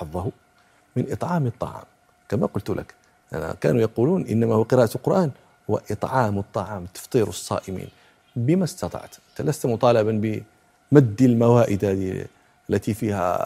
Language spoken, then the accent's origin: Arabic; Morocco; وأنا شاب مراهق كنت جالسا على ناصية طريق في إحدى المدن القديمة عندنا في المغرب